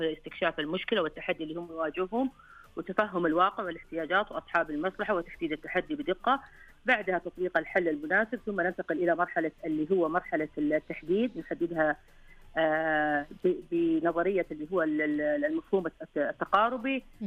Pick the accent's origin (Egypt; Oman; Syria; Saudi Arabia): Saudi Arabia; عندنا في المملكة العربية السعودية